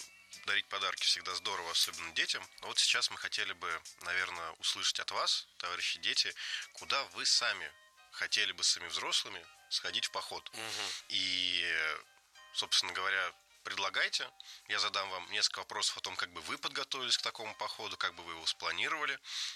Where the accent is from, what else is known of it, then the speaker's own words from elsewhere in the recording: Sverdlovsk Oblast, Russia; Я из Свердловской области.